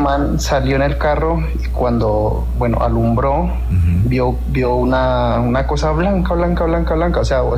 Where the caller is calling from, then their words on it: Cauca, Colombia; Desde el Cauca